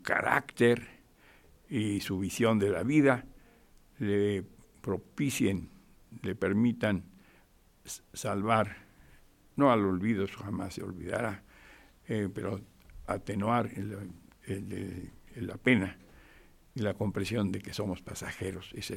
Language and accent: Spanish; Guadalajara, Jalisco, Mexico; moved away; mi queridísima Guadalajara, mi tierra tapatía y mi tierra jalisciense